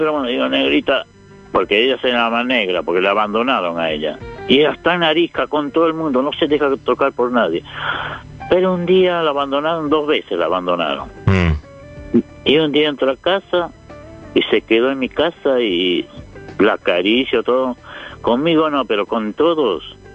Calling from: Milan, Lombardy, Italy; de Milán.

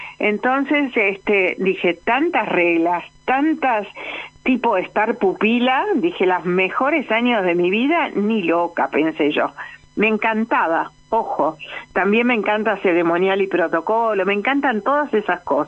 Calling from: Acassuso, Buenos Aires Province, Argentina; de Agassuso.

